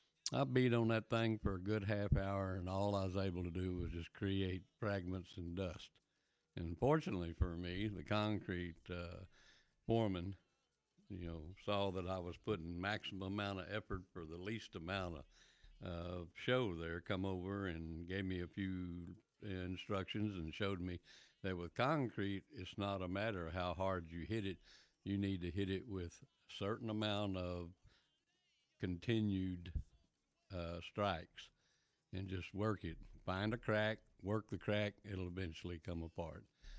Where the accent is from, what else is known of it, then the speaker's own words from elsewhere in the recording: Lubbock, Texas, United States; my hometown of Lubbock, Texas